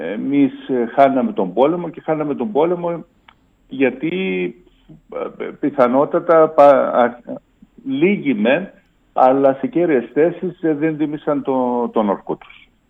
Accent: Nicosia District, Cyprus; Το χωριό μου βρίσκεται 20 χιλιόμετρα νότια της Λευκωσίας, δεν ανήκει δηλαδή στην κατεχόμενη Κύπρο.

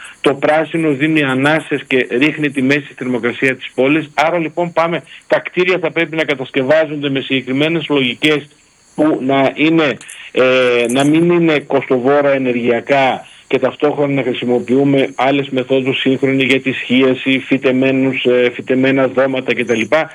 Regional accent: Ioannina, Epirus, Greece; εγώ είμαι ένας Γιαννιώτης που αγαπάει πολύ την Πρέβεζα.

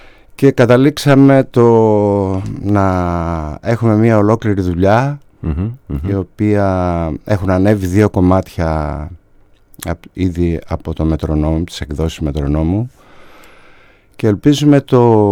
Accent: Ioannina, Epirus, Greece

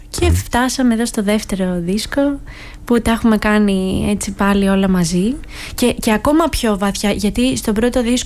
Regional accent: Ano Kastritsi, West Greece, Greece; στο Άνω Καστρίτσι, το χωριό μου.

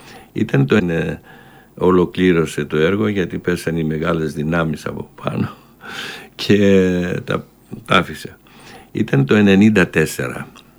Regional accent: Thebes, Central Greece, Greece; άμα πας έξω στο εξωτερικό και πεις είμαι από τη Θήβα

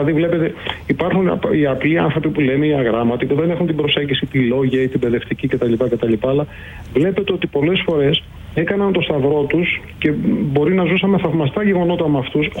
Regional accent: Crete, Greece; στη Τρίπολη, που είναι η πατρίδα μου, εντάξει, στην Κρήτη.

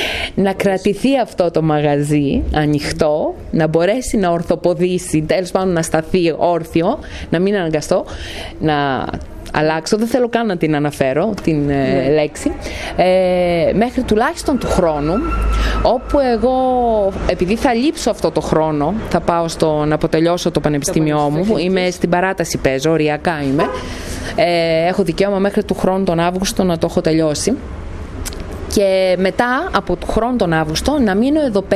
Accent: Kavala, Eastern Macedonia and Thrace, Greece; now in Kallirachi, Greece; Εγώ την έζησα την Καβάλα σαν μαθήτρια, γιατί εκεί μεγάλωσα, εκεί πήγαινα σχολείο.

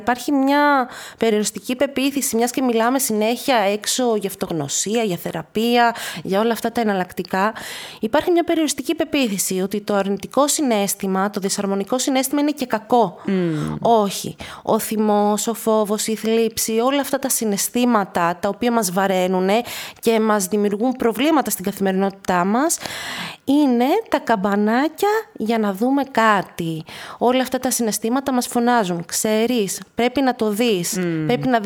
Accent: Komotini, Eastern Macedonia and Thrace, Greece; Και είμαι από εδώ, είμαι από την Κομοτηνή.

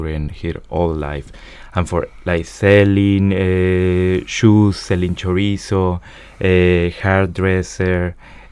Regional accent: Campeche, Mexico; English is a second language; my hometown, Campeche, that is a state in the south of Mexico with a big story of colonization, of imperialism

